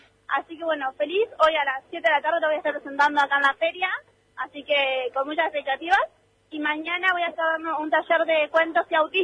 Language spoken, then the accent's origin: Spanish; Chacabuco, Buenos Aires Province, Argentina; Soy de Buenos Aires, de la localidad de Chacabuco, del interior de la provincia.